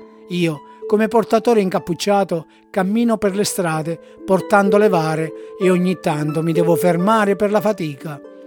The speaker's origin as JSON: {"language": "Italian", "town": "San Cataldo", "region": "Sicily", "country": "Italy", "tie": "born or raised there", "said": "ripenso alla tradizione del mio paese, San Cataldo, quando le varie e i variceddi sfilano in processione durante la Settimana Santa"}